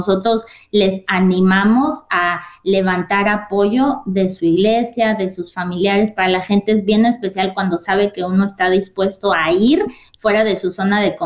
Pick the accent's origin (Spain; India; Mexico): Mexico; yo como mexicana